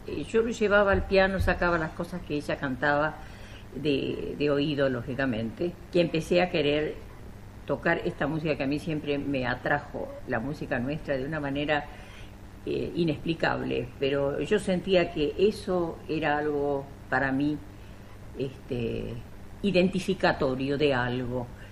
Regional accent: Capilla del Monte, Córdoba, Argentina; soy cordobesa, de Capilla del Monte, nací allí

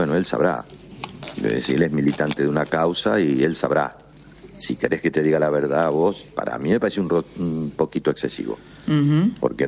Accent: Argentina; now in Spain; No soy español. Claro. Entonces no lo vivo con la, ¿cómo te puedo decir?, con la intensidad con la que yo podía vivir en la Argentina.

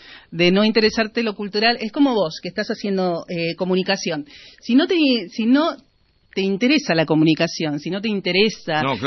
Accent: Buenos Aires, Argentina; born there; also born or lived in La Rioja; Nací en Buenos Aires y me fui a vivir allá.

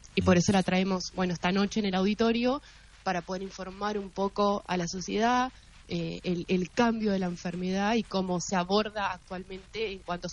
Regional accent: Concepción del Uruguay, Entre Ríos, Argentina; moved away; also born or lived in Buenos Aires; soy de Concepción, viví muchos años en Buenos Aires y hace 2 años y medio casi que ya estoy viviendo en Concepción

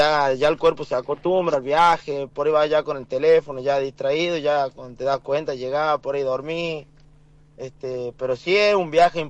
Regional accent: San Miguel de Tucumán, Tucumán, Argentina; viajo todos los días, soy de San Miguel

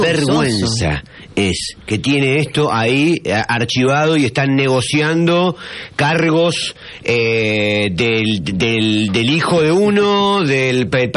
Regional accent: Santa Fe, Argentina; como argentinos, digamos, y en este caso como santafesinos

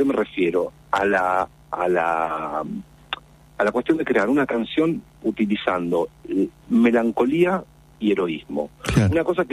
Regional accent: Rosario, Santa Fe, Argentina; yo soy de Rosario

